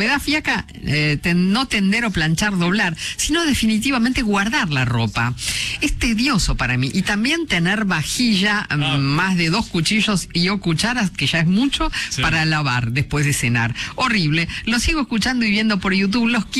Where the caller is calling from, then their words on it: José León Suárez, Buenos Aires Province, Argentina; Los saludo con mucho cariño … de José León Suárez.